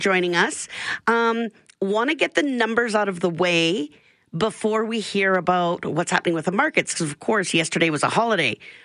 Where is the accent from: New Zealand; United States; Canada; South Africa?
Canada; I'm just a Canadian girl.